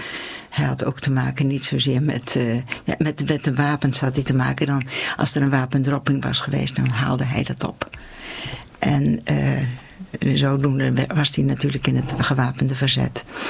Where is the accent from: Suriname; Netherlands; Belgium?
Netherlands; Gouda, South Holland; geboren in Gouda en getogen in Gouda. Ik ben er maar 5 jaar uit geweest in Den Haag.